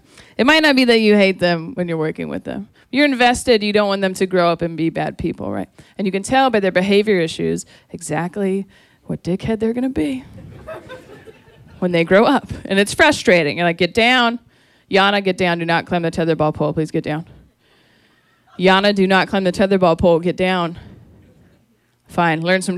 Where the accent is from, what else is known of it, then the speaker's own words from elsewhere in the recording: Renton, Washington, United States; born there; I already told you I'm from Renton. I went to school with plenty of girls who ended up stripping.